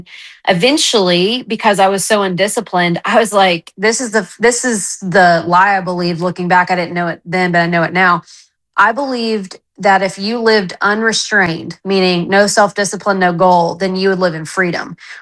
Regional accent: Texas, United States; now in Knoxville, United States; We're originally from West Texas, though. So, but now we live in Knoxville.

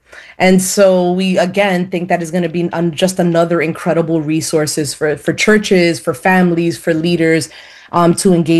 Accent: New York City, New York, United States; And so growing up in New York City, I had imagined a very different backdrop for what I encountered physically.

